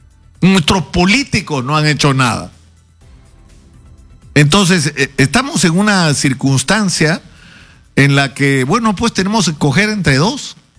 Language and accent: Spanish; Peru